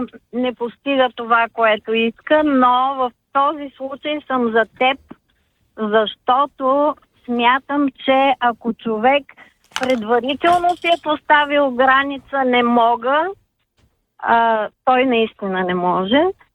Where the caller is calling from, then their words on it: Sofia, Sofia City, Bulgaria; от София.